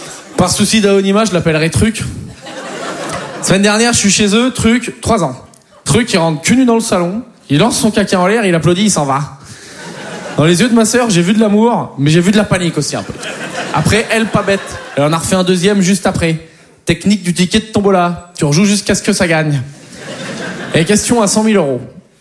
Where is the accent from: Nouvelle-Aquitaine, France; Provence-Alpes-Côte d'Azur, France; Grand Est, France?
Nouvelle-Aquitaine, France; Poitiers; Mais bon, moi, je viens de Poitiers, j'ai un pote, c'est un Kiki.